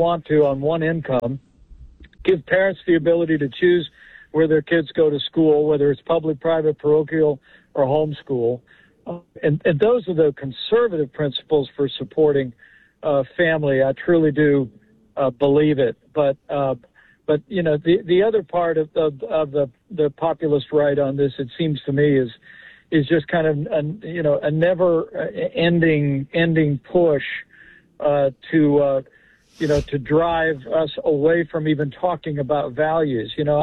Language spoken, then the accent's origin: English; Indiana, United States; you've had about 30 Republican-led states, that, including my home state of Indiana, that have essentially banned abortion.